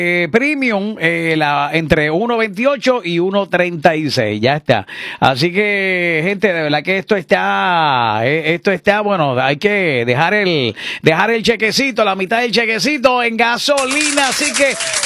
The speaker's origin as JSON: {"language": "Spanish", "country": "Puerto Rico", "said": "Como somos los boricuas, ¡chacho!"}